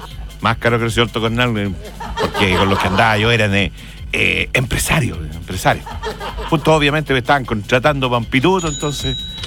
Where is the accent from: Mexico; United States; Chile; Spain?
Chile; Talcahuano, Biobío; born there; Yo nací acá en el puerto, porque yo nací en Talcahua, ¿no? Chorero.